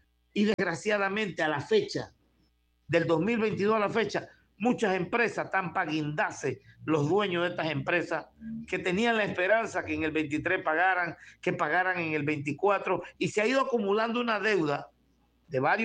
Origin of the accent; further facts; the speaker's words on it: Panama; somos seres humanos y somos panameños.